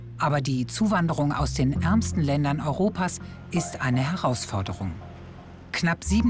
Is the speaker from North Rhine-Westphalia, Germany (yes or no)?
yes; Hagen, North Rhine-Westphalia, Germany; Meine Heimatstadt ist im Wandel. Alles passiert gleichzeitig. Der Aufbruch und der Niedergang. Es ist wie ein Wettlauf, wie ihn vielleicht viele Ruhrpottstädte gerade erleben. 40% der Hagener haben einen Migrationshintergrund.